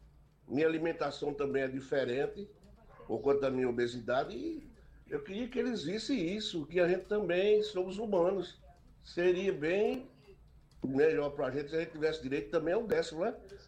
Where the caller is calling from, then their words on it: Limoeiro, Pernambuco, Brazil; Boa tarde, ouvintes da Jornal FM 99.5, Limoeiro, Pernambuco. … aqui da subestação.